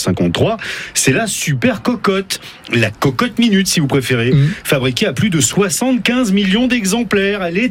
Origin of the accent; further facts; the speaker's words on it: Bourgogne-Franche-Comté, France; chez nous en Côte d'Or